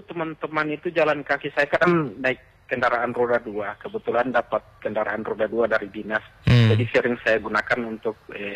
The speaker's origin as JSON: {"language": "Indonesian", "region": "Gorontalo", "country": "Indonesia", "said": "saya juga kan asalnya dari desa Molotabu, kemudian 100% itu di daerah terpencil di Waolo itu keluarga saya semua"}